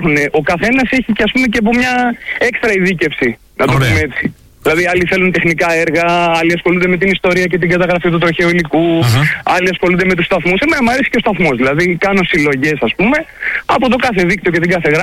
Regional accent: Koukounara, Peloponnese, Greece; Ναι, είμαι από Πύλο. Τέλεια. Από ένα χωρίο εδώ, την Κουκουνάρα, έξω από την πύλο.

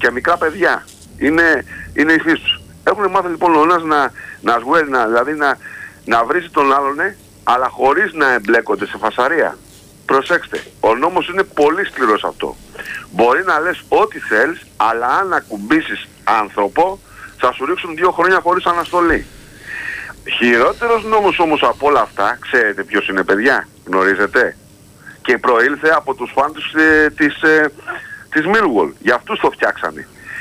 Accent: Greece; Discrimination σημαίνει, εάν εγώ που είμαι Έλληνας, εσείς, κάποιος που είναι από το Πακιστάν

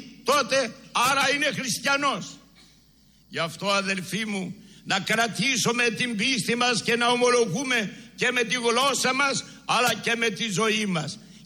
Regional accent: Greece; να αγαπούμε την πατρίδα μας την Ελλάδα.

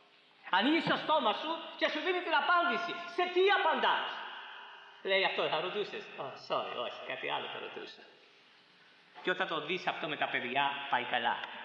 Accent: Corfu, Ionian Islands, Greece; στο νησί μου στην Κέρκυρα

